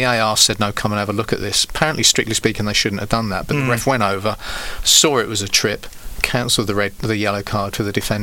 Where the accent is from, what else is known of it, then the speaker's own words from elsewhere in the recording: England, United Kingdom; I'm an Englishman